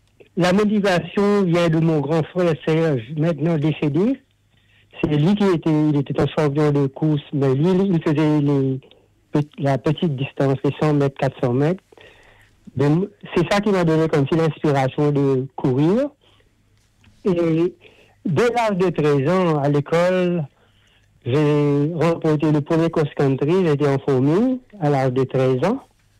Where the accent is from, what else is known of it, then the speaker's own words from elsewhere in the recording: Beau Bassin-Rose Hill, Plaines Wilhems, Mauritius; moved away as an adult; now in Sydney, Australia; Je suis né à Maurice et j'habitais à Beaubassin, Roseville, pendant plusieurs années. Et d'ailleurs … 77 ans. Et on a quitté Maurice en 1983 pour venir s'établir à Sydney, moi et ma famille.